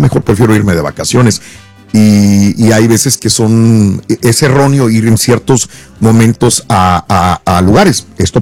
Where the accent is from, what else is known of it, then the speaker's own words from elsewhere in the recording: Mexico; hablo de México porque soy de México, siento que en México la gente ahora últimamente sí toman más vacaciones que antes